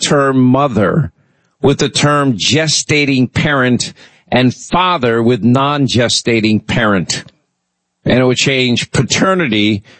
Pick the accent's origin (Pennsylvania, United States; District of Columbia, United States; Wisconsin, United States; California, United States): Pennsylvania, United States; Philadelphia; accent: New York; No, I grew up in Philly, but I talk like a New Yorker.